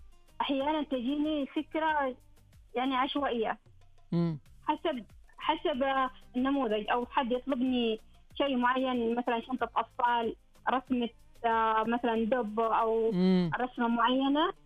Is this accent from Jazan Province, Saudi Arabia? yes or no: yes; Jazan, Jazan Province, Saudi Arabia; كنا في المنطقة يصنعون الكواسي عندنا. أنا كنت من جازان، أنا جازانية.